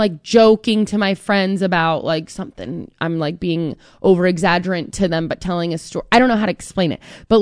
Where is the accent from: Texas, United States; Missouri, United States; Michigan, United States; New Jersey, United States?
New Jersey, United States; accent: New Jersey; now in Nashville, United States; I do know that my accent, New Jersey one, comes out in like angry or very shocked or very, you know, when my emotions are high, okay, my New Jersey accent, I think, comes out. Or if I go home, like I am going home in a couple weekends.